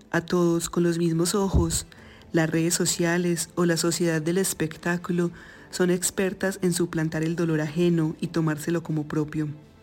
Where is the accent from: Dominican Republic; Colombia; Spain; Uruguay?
Colombia